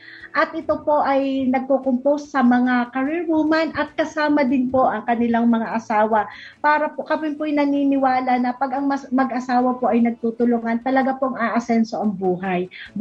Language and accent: Tagalog; Lipa, Calabarzon, Philippines; ako po ang taga-Lipa.